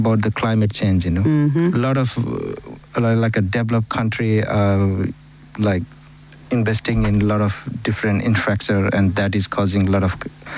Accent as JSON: {"language": "English", "country": "Nepal", "moved": "yes", "said": "I was from Nepal, and I'm from Nepal"}